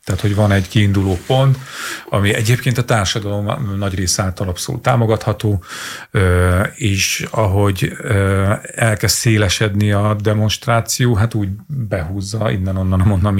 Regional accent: Hungary

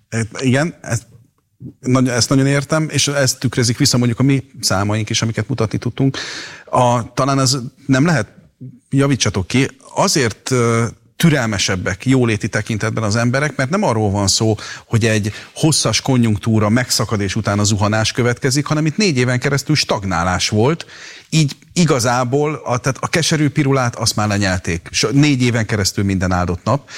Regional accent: Szeged, Csongrád-Csanád, Hungary; Szegedi vagyok.

